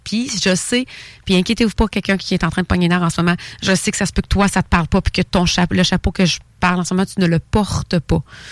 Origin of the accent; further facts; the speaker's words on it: Quebec, Canada; J'étais dans ma ville natale